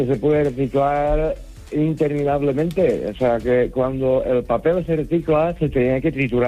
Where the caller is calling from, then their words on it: Buñol, Valencian Community, Spain; de Buñol.